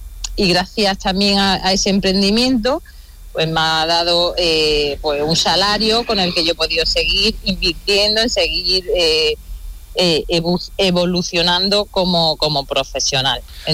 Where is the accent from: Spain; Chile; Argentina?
Spain; Dúrcal, Andalusia; yo soy de un pueblo, soy de Dúrcal, de Granada, del Valle del Lecrín, y mis padres tenían casa rural, ¿eh?